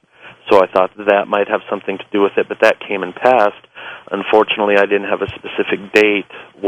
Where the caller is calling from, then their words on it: Pueblo, Colorado, United States; I am calling from Little Steel City, also known as … in Pueblo.